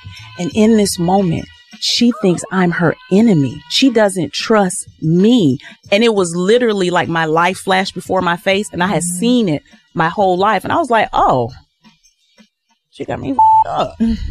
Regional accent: Southern United States, United States; I was raised in the Bible Belt in church with a single Black mother.

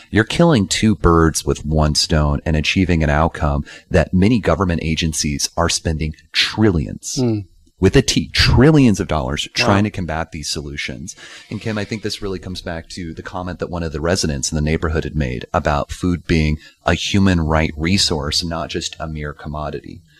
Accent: Evansville, Indiana, United States; growing up in Evansville, Indiana

